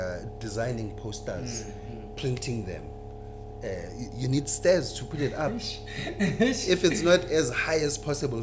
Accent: Merafong, Gauteng, South Africa; as a Merafong native, I'm from here. In fact, I was born 1, 2, 3, 4 streets away from here.

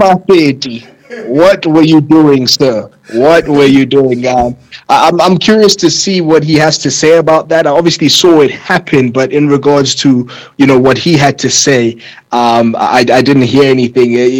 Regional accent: Durban, KwaZulu-Natal, South Africa; I am from Durban

